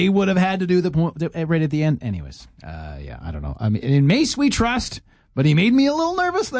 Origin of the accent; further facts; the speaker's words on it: Calgary, Alberta, Canada; now in Saskatchewan, Canada; I'm from Calgary. I moved here